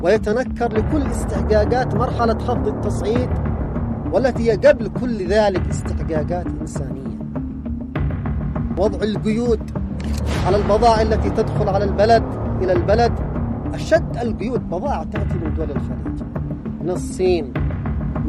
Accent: Yemen; على شعبنا اليمني

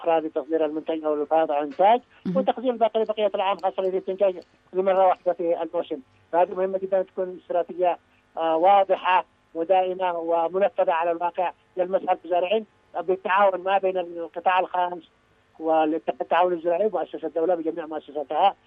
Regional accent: Dhamar, Yemen; عندنا في دمار هنا في محافظة دمار

